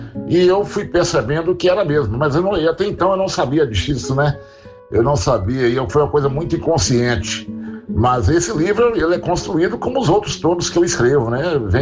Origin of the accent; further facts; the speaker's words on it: Jequitinhonha, Minas Gerais, Brazil; a minha poética, ela é sempre focada na memória e na minha infância vivida aqui em Jequitinhonha. Então, Jequitinhonha está sempre presente na minha obra, né?